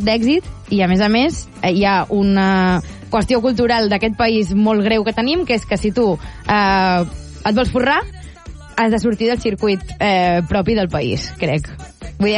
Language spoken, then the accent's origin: Catalan; Catalonia, Spain; com a catalans